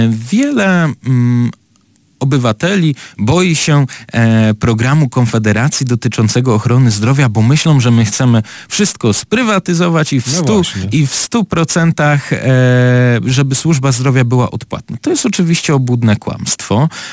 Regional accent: Opole Voivodeship, Poland; u nas na Opolszczyźnie

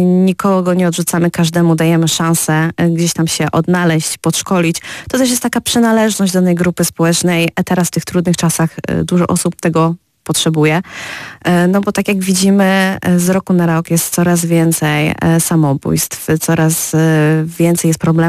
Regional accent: Kędzierzyn-Koźle, Opole Voivodeship, Poland; Kędzierzyn-Koźle to jest moje miasto, w którym się urodziłam, w którym tak naprawdę cały czas działam.

